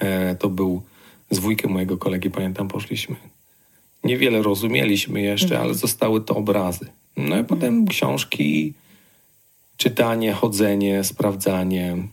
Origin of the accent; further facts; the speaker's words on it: Oświęcim, Lesser Poland, Poland; moved away as an adult; now in Ireland; ja urodziłem się w Oświęcimiu.